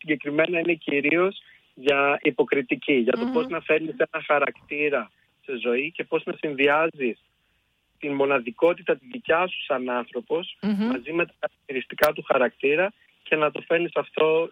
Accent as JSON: {"language": "Greek", "town": "Thessaloniki", "region": "Central Macedonia", "country": "Greece", "tie": "born or raised there", "moved": "as an adult", "lives_now": "London, United Kingdom", "said": "είμαι από τη Θεσσαλονίκη, μεγάλωσα εκεί πέρα και εννοείται μου λείπει πάρα πολύ."}